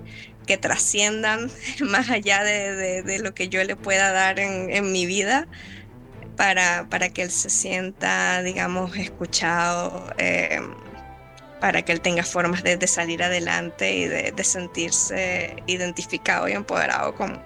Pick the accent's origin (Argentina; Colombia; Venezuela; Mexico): Venezuela; now in Chile; mi familia es chilena, pero yo nací y crecí en Venezuela.